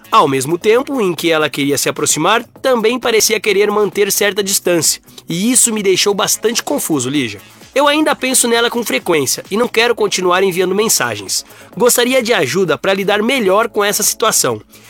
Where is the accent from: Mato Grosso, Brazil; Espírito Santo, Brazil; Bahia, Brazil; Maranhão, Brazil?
Espírito Santo, Brazil; E sou natural do Espírito Santo.